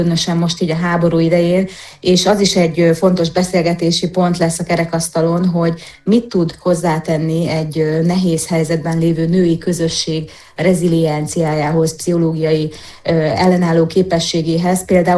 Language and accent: Hungarian; Zakarpattia Oblast, Ukraine; nyilván nem mondok senkinek újdonságot a kárpátaljai magyarként